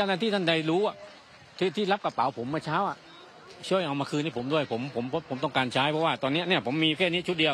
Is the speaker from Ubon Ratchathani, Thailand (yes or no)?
no; Bangkok, Thailand; ผมมาโตที่กรุงเทพนะผมเรียนที่กรุงเทพ